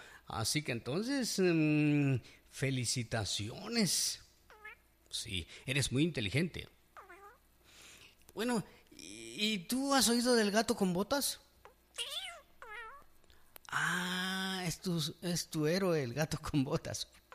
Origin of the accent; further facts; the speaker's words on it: Guatemala; porque somos guatemaltecos.